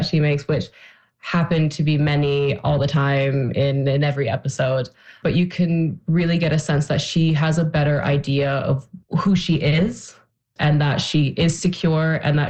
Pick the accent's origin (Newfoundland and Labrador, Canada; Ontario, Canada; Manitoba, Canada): Newfoundland and Labrador, Canada; born there; I was born in Newfoundland. I was born in Bjorn.